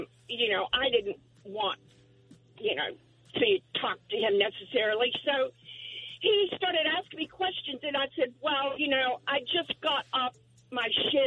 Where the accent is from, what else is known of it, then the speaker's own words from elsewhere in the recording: Dallas, Texas, United States; I was born and raised in Dallas